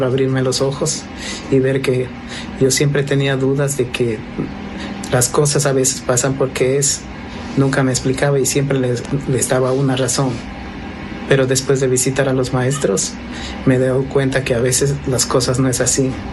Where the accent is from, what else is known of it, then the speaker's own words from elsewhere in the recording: Cuenca, Azuay, Ecuador; Pertenezco a Cuenca.